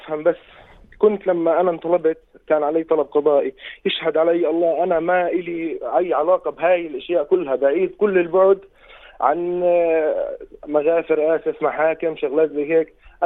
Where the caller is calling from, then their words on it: Jordan; ما شاء الله اقل شارع عندنا في الاردن فيه 3-4 دوريات